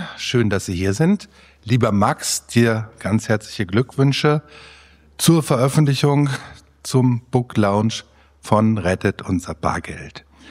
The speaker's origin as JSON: {"language": "German", "town": "Hagen", "region": "North Rhine-Westphalia", "country": "Germany", "tie": "born or raised there"}